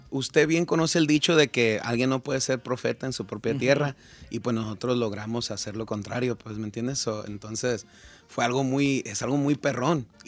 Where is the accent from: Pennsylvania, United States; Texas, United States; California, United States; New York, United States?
California, United States; Compton; soy aquí de Campton.